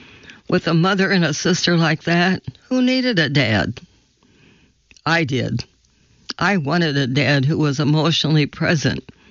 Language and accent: English; Nashville, Tennessee, United States; born there; I was born in Nashville, the younger of two kids.